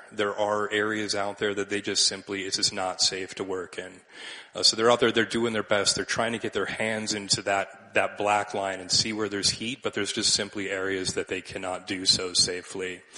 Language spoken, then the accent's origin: English; Illinois, United States; also born or lived in Alaska; Although I'm from Alaska, I just wanted to share with y'all, I did grow up in northern Illinois.